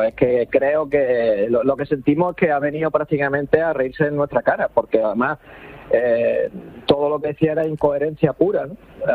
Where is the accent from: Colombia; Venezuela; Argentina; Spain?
Spain; que somos españoles como cualquiera de los que están en la península, nos sentimos